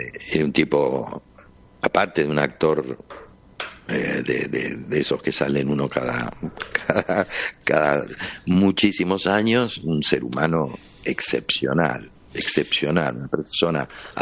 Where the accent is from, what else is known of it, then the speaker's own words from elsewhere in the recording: Buenos Aires, Argentina; Yo nací, me formé todo en Buenos Aires, sí.